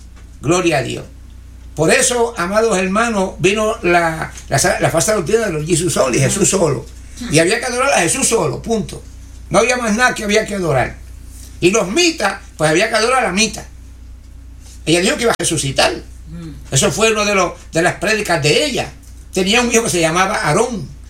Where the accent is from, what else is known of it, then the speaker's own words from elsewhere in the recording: Puerto Rico; now in United States; Ah, aquí en Pensilvania, donde yo estoy. Pero como yo soy puertorriqueño, pienso que estoy en mi patria.